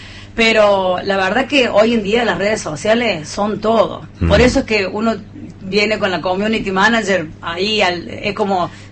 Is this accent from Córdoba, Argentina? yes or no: yes; Córdoba, Argentina; Soy de Capital